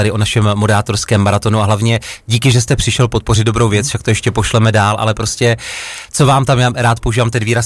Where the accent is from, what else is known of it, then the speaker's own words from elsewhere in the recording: Opava, Moravian-Silesian Region, Czechia; slyšel jsem, že jste z Opavy, já říkám, že jsem rodák, já taky